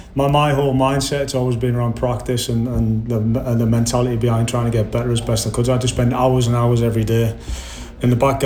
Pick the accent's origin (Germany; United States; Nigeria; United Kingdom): United Kingdom; Middlesbrough, North East England; I grew up in Middlesbrough, up in the North East